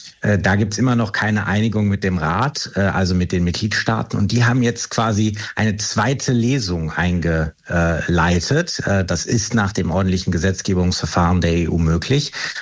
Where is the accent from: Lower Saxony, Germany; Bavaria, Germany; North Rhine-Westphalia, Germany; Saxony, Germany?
North Rhine-Westphalia, Germany; Ich komme aus Nordrhein-Westfalen